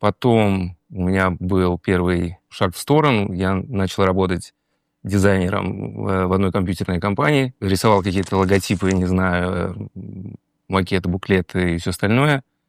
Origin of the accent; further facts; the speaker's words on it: Kamchatka Krai, Russia; Как ты правильно сказал, я родился на Камчатке, прожил первую часть своей жизни там.